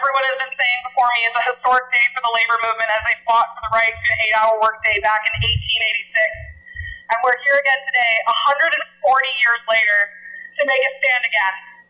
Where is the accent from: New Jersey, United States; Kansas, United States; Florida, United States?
Florida, United States; St. Petersburg; I was born and raised right here in St. Pete and currently work out of Largo.